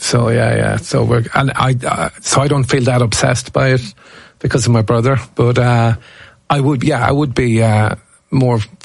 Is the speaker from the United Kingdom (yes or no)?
no; Corbally, Munster, Ireland; I'm from Corbelier.